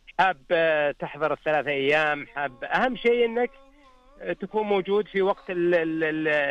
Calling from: Khobar, Eastern Province, Saudi Arabia; أكلمك من الخبر

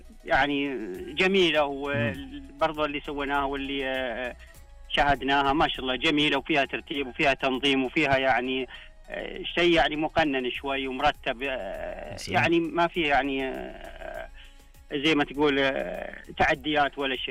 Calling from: Al-Qassim, Saudi Arabia; من القصيم.

